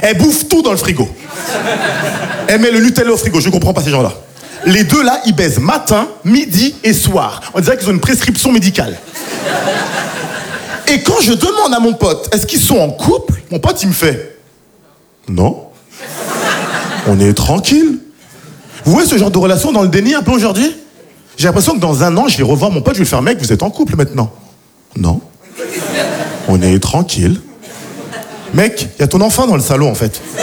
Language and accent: French; Haiti; now in France; Vous savez, je suis haïtien d'origine et je me rends compte que l'argent, c'est très subjectif. En Haïti, les gens n'ont pas beaucoup d'argent.